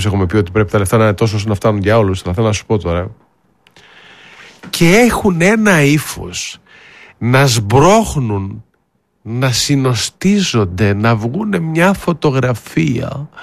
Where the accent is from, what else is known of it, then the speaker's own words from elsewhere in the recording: Greece; Και σε αυτή την πόλη είμαι 36 χρόνια. 36 χρόνια. Εδώ μεγάλωσα, εδώ ανδρώθηκα, εδώ τα πάντα.